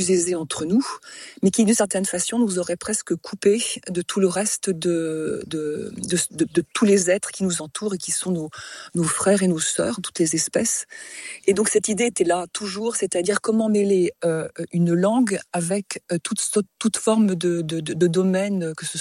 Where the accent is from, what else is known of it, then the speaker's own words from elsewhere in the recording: Auvergne-Rhône-Alpes, France; born there; also born or lived in Brittany; J'ai vécu aussi en Bretagne quand j'étais enfant, entre la Bretagne et la Haute-Savoie, qui est mon pays natal.